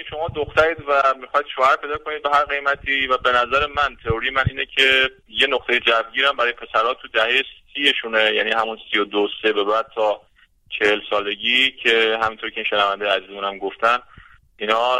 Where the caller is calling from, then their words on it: Iran; آبر سلام، … از ایران زنگ میزنم.